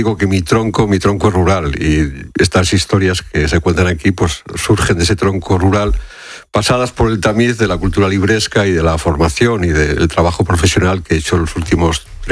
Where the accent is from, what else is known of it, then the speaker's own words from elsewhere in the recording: Fermoselle, Castile and León, Spain; Eso es una casa de mi pueblo, de Fermoselle.